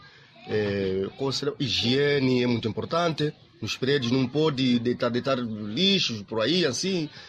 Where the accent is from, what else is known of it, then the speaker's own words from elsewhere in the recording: Nampula, Mozambique; moved away; Eu sou natural de Mecubus.